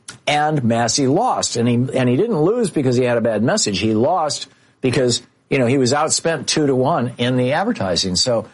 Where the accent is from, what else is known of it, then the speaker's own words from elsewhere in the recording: Michigan, United States; I grew up in Michigan, and they were like those states.